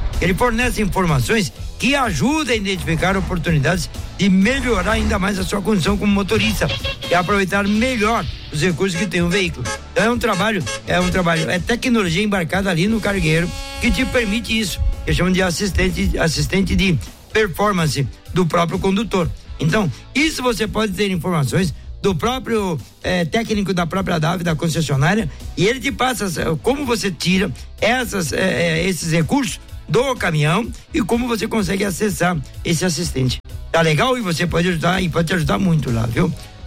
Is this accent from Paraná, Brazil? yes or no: yes; Pérola, Paraná, Brazil; sou de Pérola, no Paraná. Também estou rumado agora pra cidade de Aparecida.